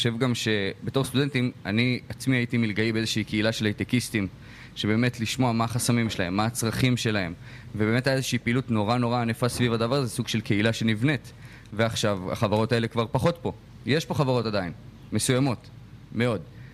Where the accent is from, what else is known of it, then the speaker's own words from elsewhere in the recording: Northern Israel, Israel; אני צפוני במקור, לא במקור מפה.